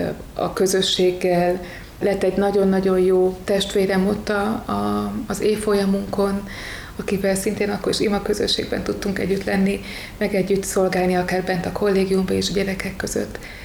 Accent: Vas County, Vas, Hungary; moved away as an adult; now in Sopron, Hungary; Vas megyéből származom, egy kicsin településről

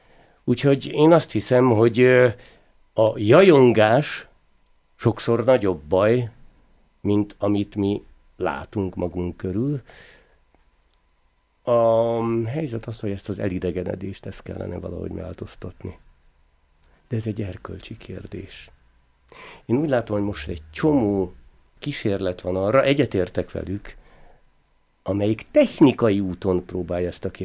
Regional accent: Hungary; Ugye én Tiszaparton nőttem fel

